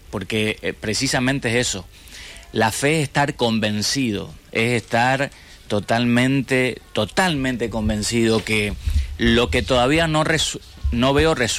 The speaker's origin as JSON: {"language": "Spanish", "region": "Chaco", "country": "Argentina", "tie": "born or raised there", "said": "Yo nací, como hablamos antes, en el Chaco, me crié en el Chaco y voy seguido al Chaco."}